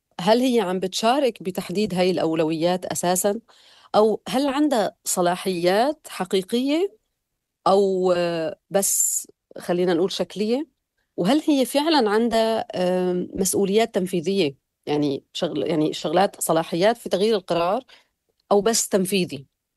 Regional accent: Syria; now in Germany; يعني أنا بقول أنا سورية وألمانية وما بشوف أبدا تناقض بهذا الشيء بصراحة، وما لي محتاجة أبدا أني أنا ألغي جزء من هويتي السورية حتى أثبت هويتي الألمانية. أنا دائما بقول أنا عايشة بين ثقافتين

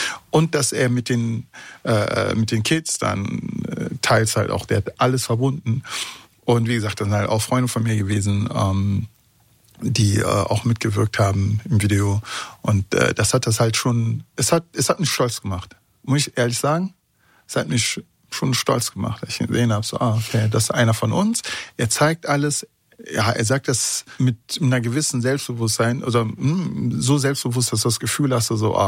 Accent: Bonn, North Rhine-Westphalia, Germany

